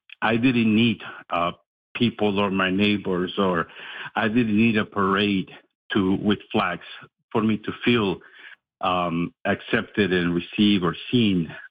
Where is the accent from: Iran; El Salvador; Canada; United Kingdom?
Canada; now in United States; what my life as a Canadian living currently in the United States means